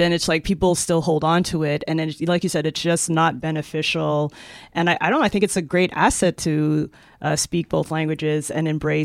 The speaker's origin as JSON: {"language": "English", "town": "Montreal", "region": "Quebec", "country": "Canada", "tie": "born or raised there", "said": "Yes, I grew up in Montreal. Went to school. I was in the bilingual program."}